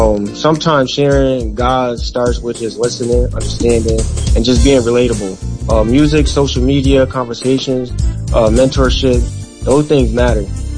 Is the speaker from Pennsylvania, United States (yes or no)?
no; New Haven, Connecticut, United States; Growing up in New Haven